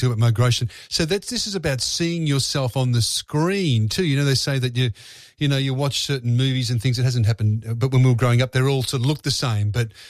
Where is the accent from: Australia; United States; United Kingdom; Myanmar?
Australia; well, I'm an Aussie really and nice I want to support the Aussies.